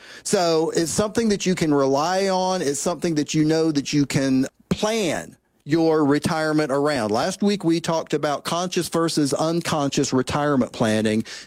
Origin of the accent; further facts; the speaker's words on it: Tennessee, United States; here in my home state of Tennessee